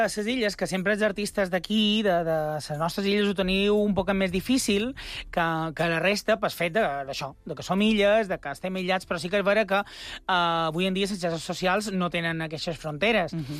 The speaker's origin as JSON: {"language": "Catalan", "area": "Mallorca", "region": "Balearic Islands", "country": "Spain", "said": "Som mallorquins, clar que sí, cadascú té el seu accent."}